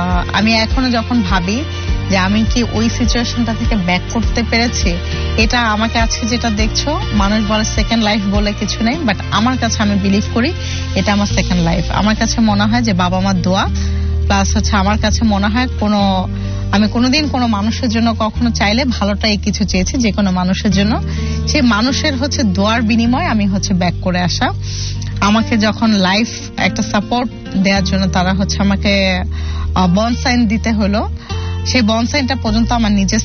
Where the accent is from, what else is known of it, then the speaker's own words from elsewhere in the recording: Bangladesh; moved away as an adult; also born or lived in Russia; আমার জন্মগ্রহণ করছি আমি হচ্ছে বাংলাদেশে, আর আমার বেড়ে ওঠাটা ছিল রাশিয়াতে